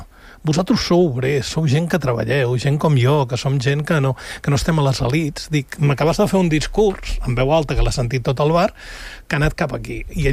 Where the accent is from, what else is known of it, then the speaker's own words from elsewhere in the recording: L'Ametlla del Vallès, Catalonia, Spain; el meu poble, vale? L'Ametlla del Vallès, un poble petit